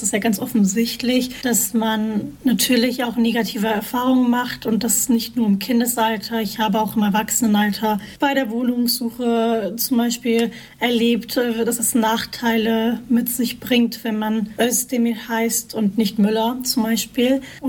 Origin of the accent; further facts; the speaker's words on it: Turkey; now in Germany; Weil nicht nur, weil ich eine Kurdin bin und das generell ein schwieriges Thema ist, sondern selbst wenn man in der Türkei ist, ist man vielleicht für die Menschen vor Ort eine Kurdin oder Türkin aus Deutschland.